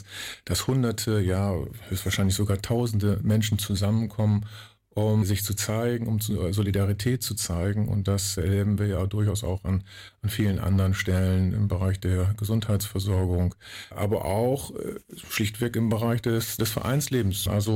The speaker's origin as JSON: {"language": "German", "town": "Varel", "region": "Lower Saxony", "country": "Germany", "tie": "born or raised there", "said": "Ich bin Urfahreler, also richtig in Fahrel geboren, im Jahre 1964 und habe in Fahrel die Schule besucht, das Gymnasium, bin dort aufgewachsen, bin in sehr vielen Vereinen aktiv"}